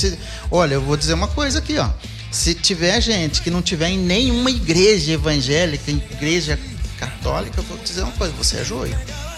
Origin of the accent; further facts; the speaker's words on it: Ribeirão Preto, São Paulo, Brazil; moved away; Lá na minha cidade, lá em Ribeirão Preto